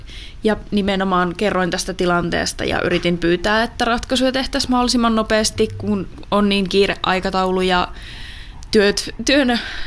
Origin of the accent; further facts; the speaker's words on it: Kokkola, Central Ostrobothnia, Finland; moved away as an adult; now in Vaasa, Finland; Kokkolasta, mistä itse olen kotoisin